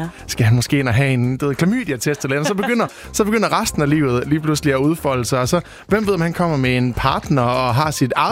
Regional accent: Central Denmark Region, Denmark; Det vil simpelthen være så fint at komme ud. Altså, jeg kommer fra Djursland af.

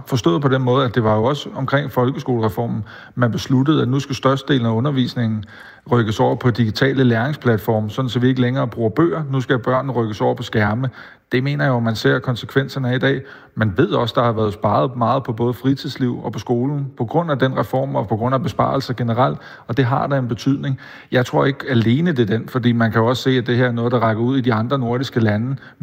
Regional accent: Køge, Zealand, Denmark; jeg er jo fra Køge, så jeg er jo født optimist

